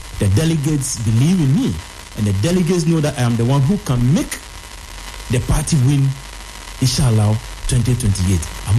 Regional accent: Akuse, Eastern Region, Ghana; And also, I am part of Eastern Region. I was born and bred in Akusi, Lower Manya, and I also schooled in Yilokobo Secondary School.

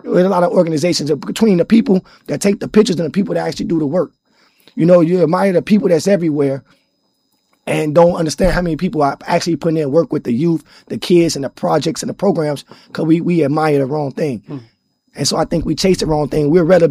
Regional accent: Chicago, Illinois, United States; You know, I'm from Chicago, man. You know, 2 weeks ago was Labor Day weekend for us.

